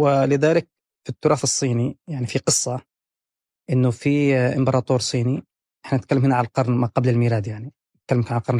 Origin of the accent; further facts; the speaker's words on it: Yemen; لما قلت له من اليمن